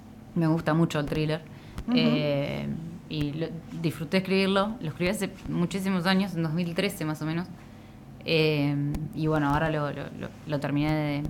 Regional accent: La Plata, Buenos Aires Province, Argentina; Sí, de acá toda la vida, de La Plata.

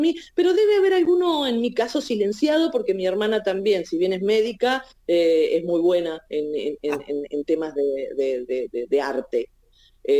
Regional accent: Lobería, Buenos Aires Province, Argentina; moved away as an adult; now in Tandil, Argentina; yo soy de Lobería, los dos, mi marido y yo, los dos somos de Lobería, y cuando nació nuestro segundo hijo decidimos venirnos a Tandil, a un lugar donde familiarmente cero.

